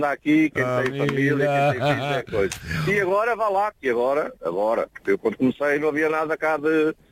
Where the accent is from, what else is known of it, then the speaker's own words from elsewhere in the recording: Rabaçal, Portugal; moved away as an adult; now in Spain; Para a minha terra, para o Rabassal, aquele grande abraço